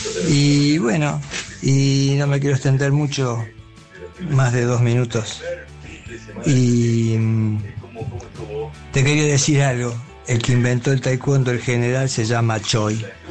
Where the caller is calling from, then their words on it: Argentina; de Luchan.